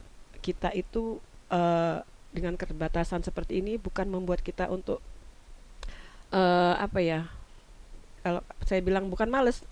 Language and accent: Indonesian; Sumatra, Indonesia; saya orang Sumatera